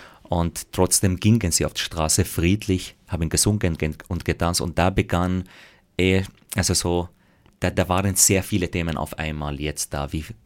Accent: Damascus, Damascus Governorate, Syria; also born or lived in Graz / Vienna; now in Austria; Ja, ich lebe in Österreich, das bezeichne ich auch als meine Heimat, aber ich bin halt in Syrien, in Damaskus geboren und aufgewachsen.

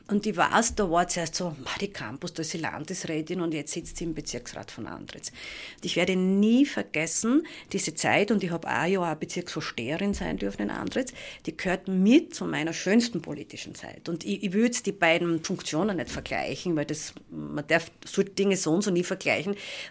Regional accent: Styria, Austria; ich komme aus der Weststeiermark

